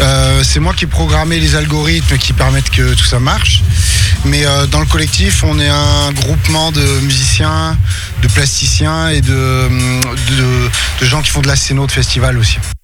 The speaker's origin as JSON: {"language": "French", "town": "Marseille", "region": "Provence-Alpes-Côte d'Azur", "country": "France", "said": "il y a plusieurs années à Mars Attack, à Marseille, puisqu'on est de Marseille."}